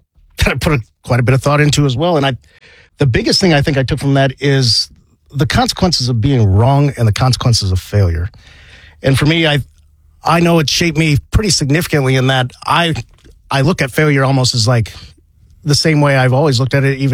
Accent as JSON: {"language": "English", "town": "Denison", "region": "Iowa", "country": "United States", "moved": "yes", "lives_now": "Kansas City, United States", "said": "originally from the small town of Denison, Iowa, out in the west side of Iowa."}